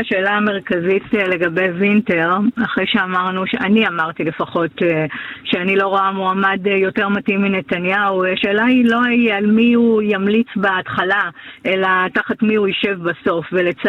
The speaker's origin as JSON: {"language": "Hebrew", "region": "Northern Israel", "country": "Israel", "said": "אני מגיעה מהצפון, אז אני מדברת מדם ליבי כאן"}